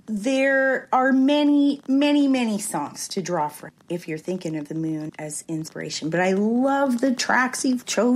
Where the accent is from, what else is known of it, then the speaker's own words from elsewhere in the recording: Cape Breton, Nova Scotia, Canada; And I'm from Cape Breton.